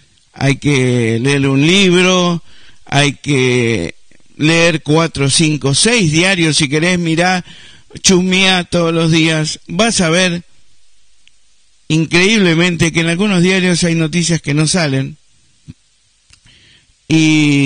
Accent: Argentina

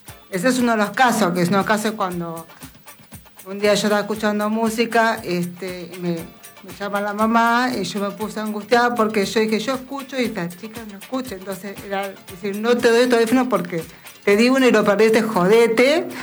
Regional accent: Buenos Aires, Argentina; moved away as an adult; now in Córdoba, Argentina; Yo soy de Capital de Buenos Aires.

